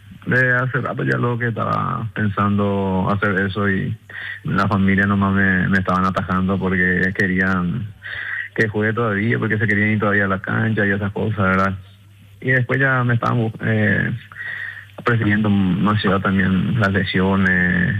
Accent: Caazapá, Paraguay; Yo vine de Casapá y empecé en General Díaz en la sub-20.

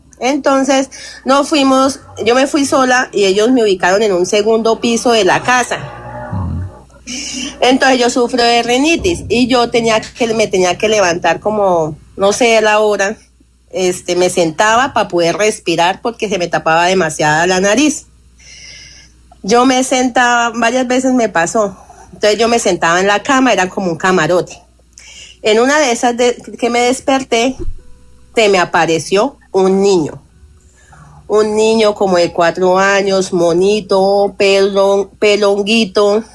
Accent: Bucaramanga, Santander, Colombia; born there; also born or lived in Meta, Colombia; now in Piedecuesta, Colombia; Yo soy del departamento del Meta. Uh-huh. Y cuando tenía como 16 años, mi papá, a nosotros nos trajeron para Bucaramanga, bueno. Y cuando teníamos como, a mí me trajeron de 8 años y cuando tenía como 16 años, a mí me llevaron otra vez a Villavicencio a visitar la familia porque siempre mi familia es de allá del llano.

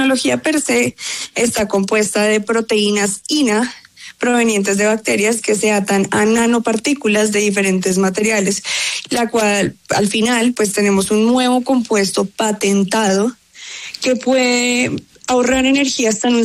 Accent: Colombia

